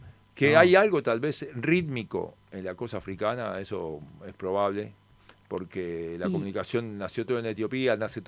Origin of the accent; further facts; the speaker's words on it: Buenos Aires, Argentina; born there; En Villa del Parque, en Capital.